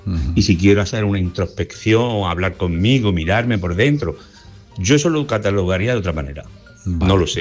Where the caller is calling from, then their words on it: Granada, Andalusia, Spain; llamo desde Granada.